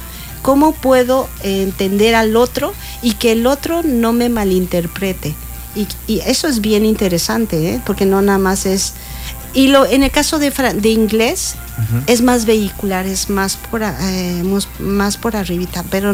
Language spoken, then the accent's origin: Spanish; Mexico; el rodeo que tenemos nosotros los mexicanos